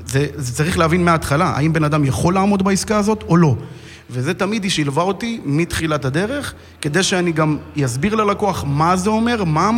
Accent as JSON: {"language": "Hebrew", "town": "Tiberias", "region": "Northern District", "country": "Israel", "tie": "born there", "said": "אני נולדתי בטבריה."}